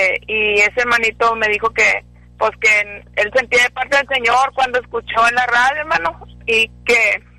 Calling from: Gustavo Díaz Ordaz, Tamaulipas, Mexico; Soy de Díaz Ordaz, hermano.

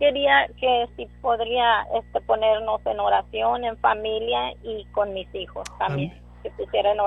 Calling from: Eagle Pass, Texas, United States; hablo de Eagle Pass, Texas.

